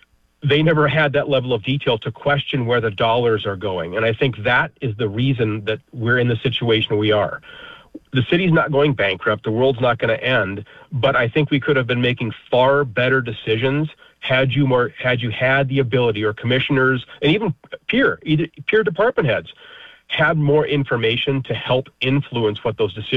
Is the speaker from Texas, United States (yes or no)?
no; Fargo, North Dakota, United States; I'm from Fargo.